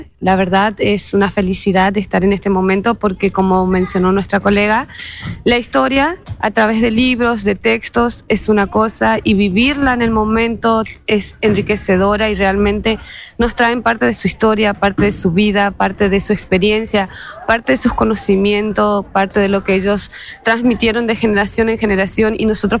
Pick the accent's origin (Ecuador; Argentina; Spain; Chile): Argentina; Corrientes; now in Chaco, Argentina; soy correntina, así que trabajamos en Chaco.